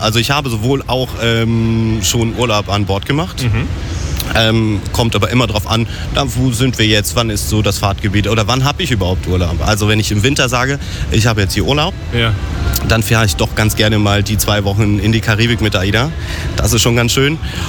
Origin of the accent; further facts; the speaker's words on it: North Rhine-Westphalia, Germany; Aus dem Sauerland.